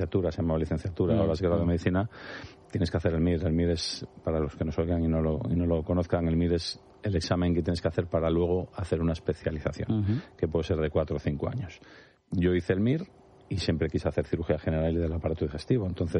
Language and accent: Spanish; Valladolid, Castile and León, Spain; now in Madrid, Spain; Es verdad, yo soy un madrileño de Valladolid.